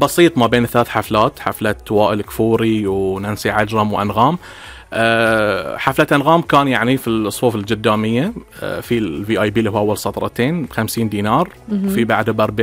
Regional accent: Bahrain; أهم الأماكن الموجودة عندنا في البحرين

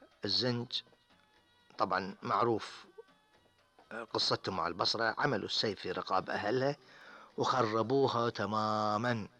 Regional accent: Bahrain; والعامة عندنا في البحرين يقولون عن نبع الماء الجاري على سطح الأرض السيح

